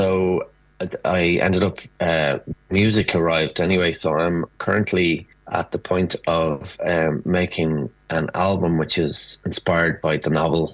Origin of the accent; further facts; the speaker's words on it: Ireland; as Irish people